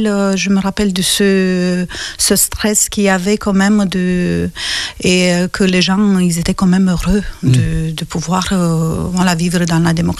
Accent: Războieni, Iași County, Romania; accent: Romanian; French is a second language; moved away as an adult; also born or lived in Italy; now in France; moi, je suis née à Iași, mais j'ai vécu à 50 km dans la campagne. Et cette petite ville que j'aime beaucoup s'appelle Războieni. Et c'est là que j'ai grandi.

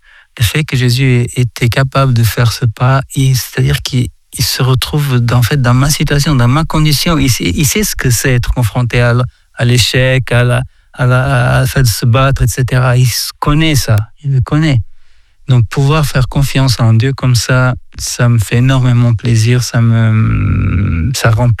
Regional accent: Portugal; Moi, je viens du Portugal, mais ils sont comme moi.

